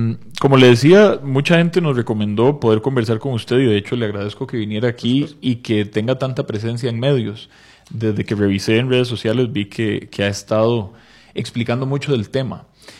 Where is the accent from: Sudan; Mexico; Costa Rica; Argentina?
Costa Rica; Poás, Alajuela; Yo crecí en Poás.